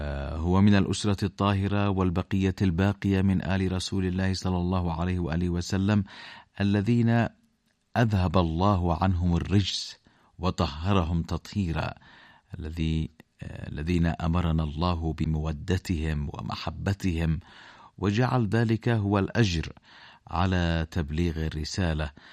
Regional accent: Yemen; نحن كشعب يمني أولا ثم الناس في هذه الأمة.

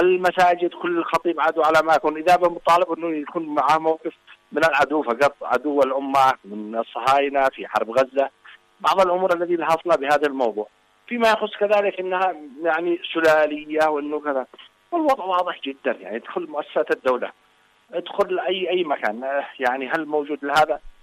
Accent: Yemen; إحنا بنقول كأنصار الله نحن جزء من اليمن ولسنا كل اليمن.

